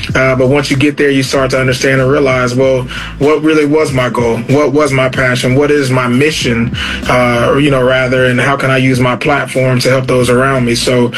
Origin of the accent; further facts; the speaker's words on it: Tallahassee, Florida, United States; Yeah, so I'm from Tallahassee, Florida, born and raised.